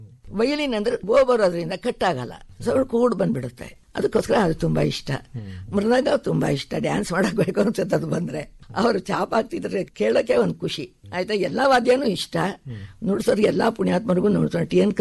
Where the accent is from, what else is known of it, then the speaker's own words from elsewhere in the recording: Karnataka, India; also born or lived in K R Nagar; ನಮ್ಮ ಊರು ಹಳ್ಳಿ ಅಲ್ವಾ, ಅಲ್ಲಿ ಹುಣಸೂರು ಪಿರಿಯಾಪಟ್ಟಣ ಬೆಟ್ಟಪುರ ಅಂತ ಹಳ್ಳಿಗಳಿತ್ತು